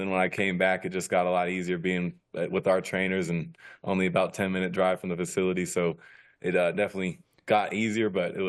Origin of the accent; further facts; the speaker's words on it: California, United States; But growing up in California